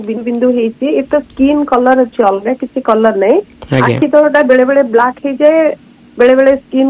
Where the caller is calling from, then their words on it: West Bengal, India; ପଶ୍ଚିମବଙ୍ଗରୁ କହୁଥିଲି ମ୍ୟାଡମ।